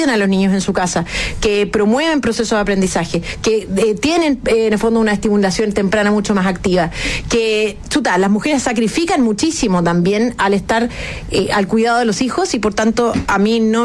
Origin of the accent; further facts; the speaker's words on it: Chile; nos convoca a todos como chilenos